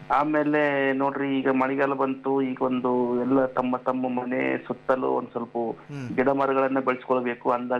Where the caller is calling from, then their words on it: Karnataka, India; ಜೋಕೂರ್ ಗ್ರಾಮದಿಂದ